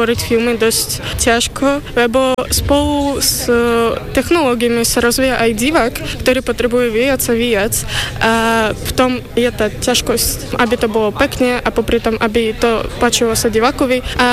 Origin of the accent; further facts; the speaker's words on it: Kryvyi Rih, Dnipropetrovsk Oblast, Ukraine; now in Slovakia; Pochádzam z banského mesta Krivý Roh na Ukrajine.